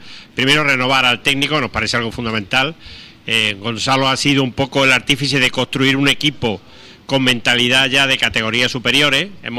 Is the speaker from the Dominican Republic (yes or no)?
no; Córdoba, Andalusia, Spain; todos los que estamos en este mundillo y somos de Córdoba